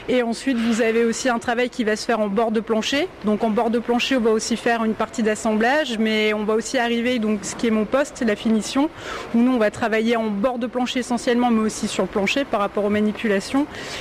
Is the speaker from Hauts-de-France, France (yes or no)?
yes; Hauts-de-France, France